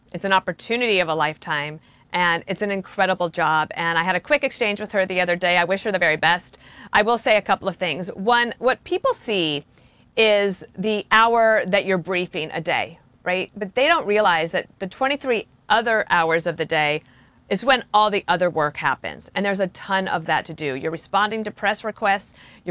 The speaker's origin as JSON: {"language": "English", "region": "New York", "country": "United States", "said": "as a New Yorker, I will tell you"}